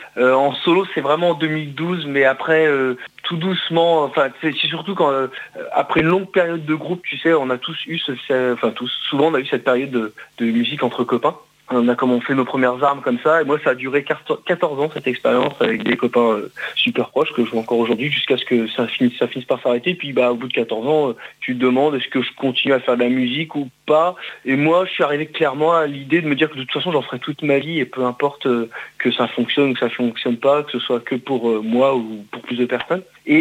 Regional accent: Rennes, Brittany, France; Ouais, bonjour à tous. Je suis bien de Rennes.

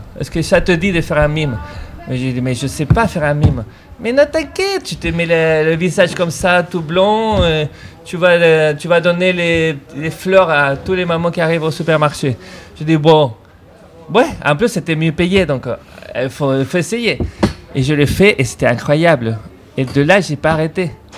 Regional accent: Chile; moved away as an adult; now in France; moi, je viens de Chili. Oui, il y a quelques années, on a débarqué ici en France.

